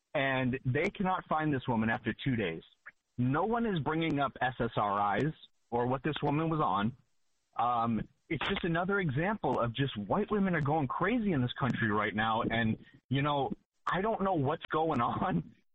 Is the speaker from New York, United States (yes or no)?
no; Massachusetts, United States; I'm from Massachusetts. I live in Southern California right now.